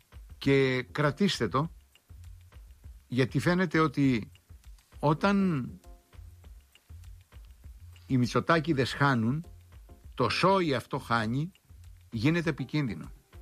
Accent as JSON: {"language": "Greek", "region": "Crete", "country": "Greece", "said": "Μάλιστα πήγε χθες στην Πατρώα μας γη, κοντοχωριανή μας το Ανδρουλάκη, 4-5 χιλιόμετρα το χωριό του από το χωριό μου"}